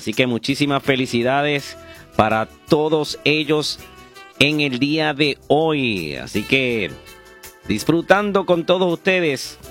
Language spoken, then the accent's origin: Spanish; Aguada, Puerto Rico; por supuesto en mi pueblo de Aguada